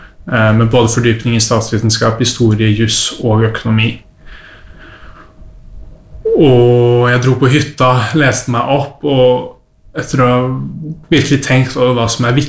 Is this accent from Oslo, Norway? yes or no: yes; Oslo, Norway; jeg ble født og oppvokst på Grønland i Oslo.